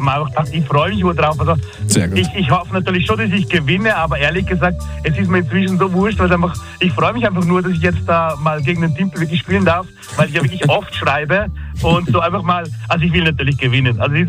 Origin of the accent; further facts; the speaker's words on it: Switzerland; und als Schweizer feiere ich die natürlich